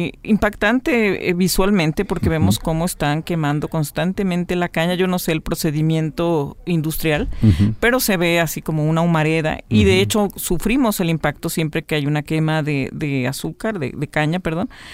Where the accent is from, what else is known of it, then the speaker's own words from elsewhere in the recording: Xalapa, Veracruz, Mexico; que soy, bueno, de Jalapa y de Veracruz